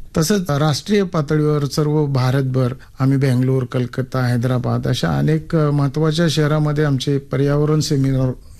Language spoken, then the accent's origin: Marathi; Asavli, Maharashtra, India; also born or lived in Bavda; तसेच आसवली येथे माझे मूळ गाव असल्याने माझे शिक्षण माझ्या गावच्या इथे झाले. माझ्या या आसवली गावच्या तिन्ही बाजूंनी डोंगर आहेत